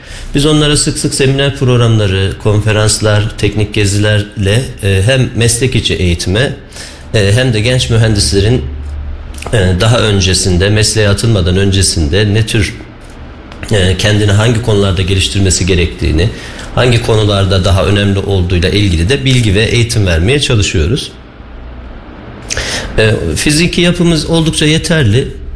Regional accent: Kayseri, Turkey; born there; also born or lived in Kırıkkale; 1975 Kırıkkale doğumluyum ama 40 senedir Kayseri'deyim. Kayseri'de yaşıyorum.

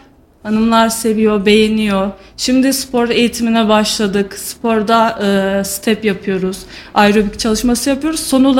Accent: Sivas, Turkey; Yok, Sivaslıyım aslen. Doğma büyüme

